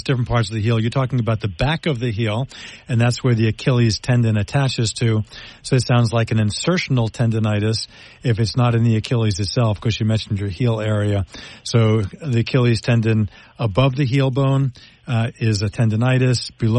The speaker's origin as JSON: {"language": "English", "town": "Bellmore", "region": "New York", "country": "United States"}